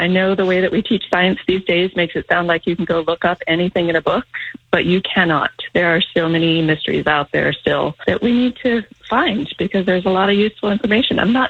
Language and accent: English; Michigan, United States; I grew up in Michigan with only the Great Lakes around, and I loved them